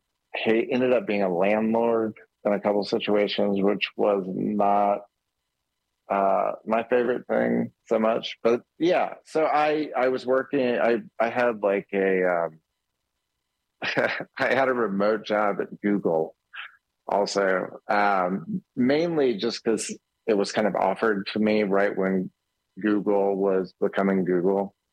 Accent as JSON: {"language": "English", "town": "Memphis", "region": "Tennessee", "country": "United States", "also_born_or_lived": "New York", "said": "I moved home from New York to Memphis, thinking it was just going to be like a short-term thing. And I think 2008."}